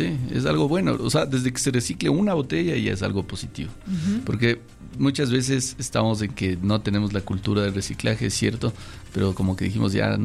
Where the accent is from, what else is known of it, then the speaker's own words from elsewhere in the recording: Quito, Pichincha, Ecuador; Sí, sí, nosotros somos de aquí de Quito.